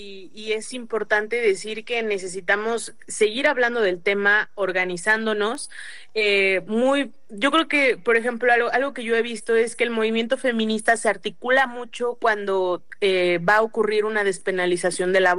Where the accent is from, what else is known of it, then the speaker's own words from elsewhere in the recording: Puebla, Mexico; Puebla, que es de donde yo soy